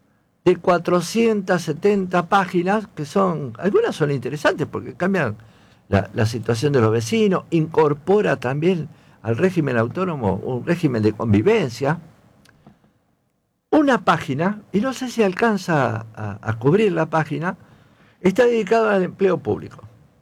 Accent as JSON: {"language": "Spanish", "town": "Rosario", "region": "Santa Fe", "country": "Argentina", "said": "Somos rosarinos."}